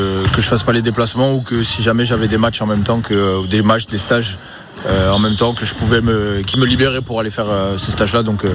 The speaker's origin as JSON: {"language": "French", "town": "Pau", "region": "Nouvelle-Aquitaine", "country": "France", "said": "Moi, je viens de Pau, de la banlieue de Pau, à Lutbern"}